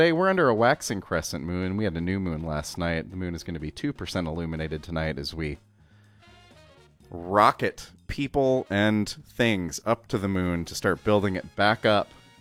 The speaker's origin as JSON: {"language": "English", "town": "Minneapolis", "region": "Minnesota", "country": "United States", "tie": "born or raised there", "said": "my hometown, my home state, Minnesota, Minneapolis, Minnesota."}